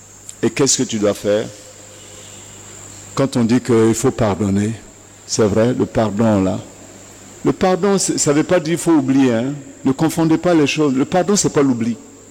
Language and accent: French; Rwanda; Et quand le génocide a éclaté, mon père, de l'autre ethnie, était infirmier major. Et à Kigali, à l'hôpital, mon père a fait